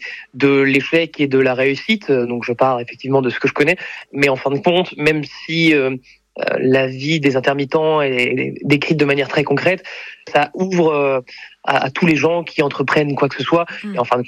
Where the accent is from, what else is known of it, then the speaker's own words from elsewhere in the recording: Caen, Normandy, France; je viens de Caen